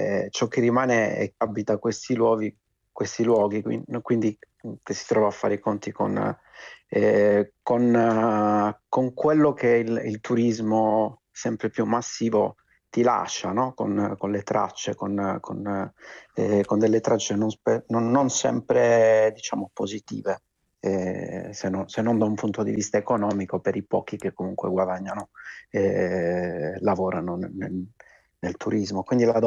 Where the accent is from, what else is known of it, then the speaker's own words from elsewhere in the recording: Calabria, Italy; moved away as an adult; now in Sardinia, Italy; io sono calabrese, mi sono trasferito a vivere in Sardegna da 13 anni